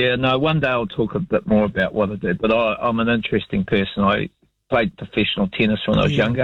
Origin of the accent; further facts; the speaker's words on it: Canterbury, New Zealand; now in Nelson, New Zealand; I was brought up in North Canterbury.